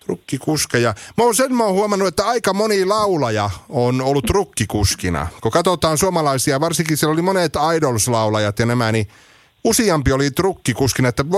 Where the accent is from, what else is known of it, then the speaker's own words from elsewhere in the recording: North Ostrobothnia, Finland; kun meillä Oulussa ja Raahessa sanotaan, että jos on syntynyt Oulussa tai Raahessa, niin me ollaan paljasjalakaisia oululaisia tai raahelaisia.